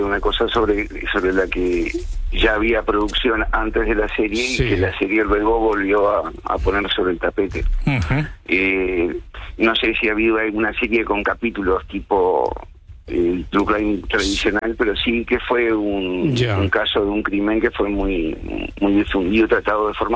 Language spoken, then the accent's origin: Spanish; Uruguay; Yo soy uruguayo.